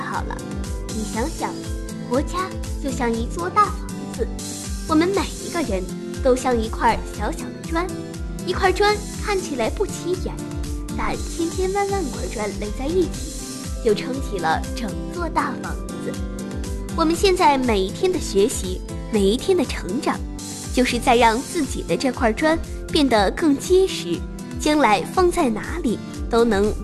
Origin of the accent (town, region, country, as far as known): Heilongjiang, China